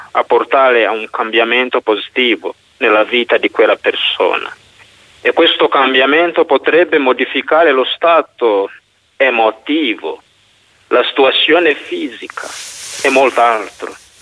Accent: Uganda; Italian is a second language; now in Italy; vengo dall'Uganda, che è un nuovo priore del santuario e anche comunità di Pietralba.

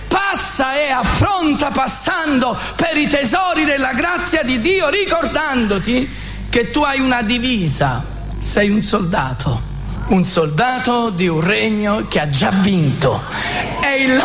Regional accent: Naples, Campania, Italy; Io sono napoletano, hai una bandiera, anche.

